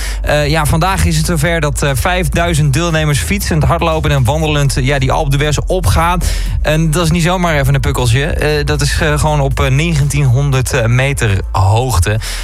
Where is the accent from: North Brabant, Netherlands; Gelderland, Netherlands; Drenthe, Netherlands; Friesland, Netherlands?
Drenthe, Netherlands; Assen; Ja, hier in onze provincie, ja, vind ik hoor. Ja, ik kom ook uit Assen, dus het is ook een beetje onze feestweek.